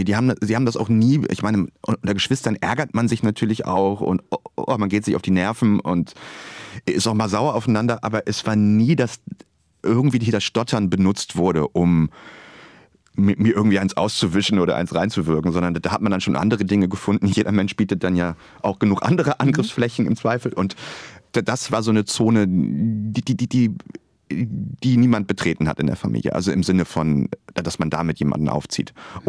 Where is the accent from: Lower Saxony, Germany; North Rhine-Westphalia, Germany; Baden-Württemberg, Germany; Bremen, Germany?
Bremen, Germany; Bremerhaven; moved away; Ich bin in Bremerhaven aufgewachsen. Ich habe da 20 Jahre meines Lebens gewohnt, an mehreren Orten dort.